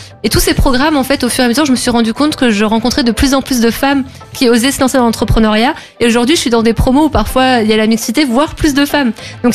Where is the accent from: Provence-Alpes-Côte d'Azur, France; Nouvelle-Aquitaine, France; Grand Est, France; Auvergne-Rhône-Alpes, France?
Grand Est, France; Strasbourg; Alsacienne à 100% avec un père lorrain, mais on est en Alsace.